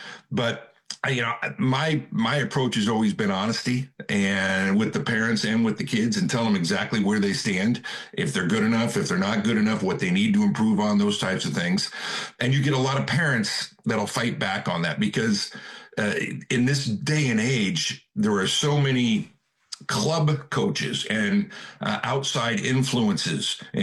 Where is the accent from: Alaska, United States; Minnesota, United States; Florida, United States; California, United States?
California, United States; Cloverdale; I was born and raised in Cloverdale, California, which is just it's in Northern California, a little north of Santa Rosa, small town.